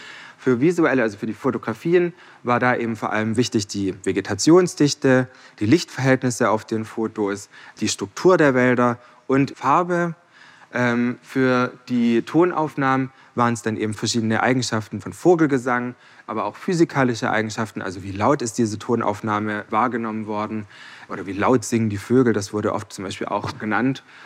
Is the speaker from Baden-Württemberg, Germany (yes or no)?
yes; Baden-Württemberg, Germany; Also wenn ich an meine Kindheit denke, ich bin auf der Schwäbischen Alb groß geworden.